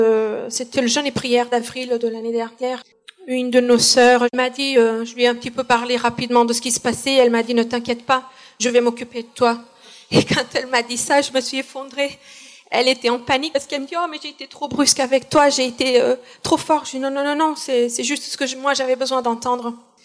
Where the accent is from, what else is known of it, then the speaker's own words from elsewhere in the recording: Portugal; moved away; je suis portugaise, donc la plupart de mes amis sont au Portugal